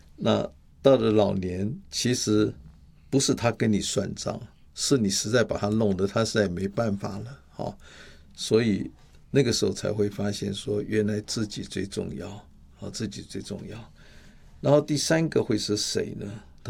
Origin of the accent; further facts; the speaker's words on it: Taiwan; 我们台湾人最会想到那个接后那一首歌嘛